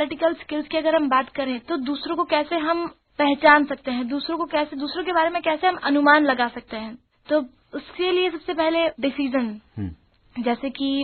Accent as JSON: {"language": "Hindi", "town": "Indore", "region": "Madhya Pradesh", "country": "India", "tie": "born there", "said": "संतोष जी, इंदौर में ही मेरा जन्म हुआ है"}